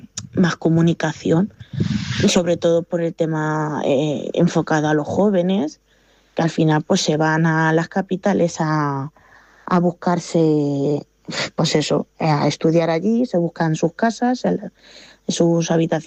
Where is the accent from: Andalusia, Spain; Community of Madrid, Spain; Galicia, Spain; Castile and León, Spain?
Community of Madrid, Spain; Parla; moved away as an adult; now in El Torno, Spain; yo tenía allí en Madrid tenía trabajito en Parla, que es de donde soy yo, y me vine